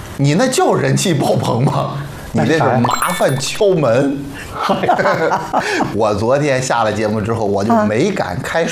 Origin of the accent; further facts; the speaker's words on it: Xuzhou, Jiangsu, China; 大家好，我是来自徐州的